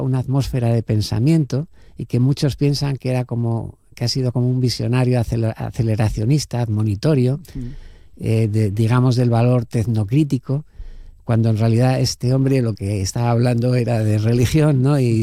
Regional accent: Gijón, Asturias, Spain; porque yo mismo, que soy de Gijón, el contacto que tuve con la mina era periférico.

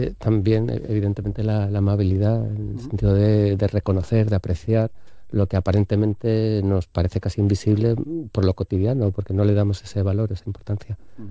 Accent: Madrid, Community of Madrid, Spain; yo no soy asturiano, soy de Madrid, lo vi desde el primer momento.

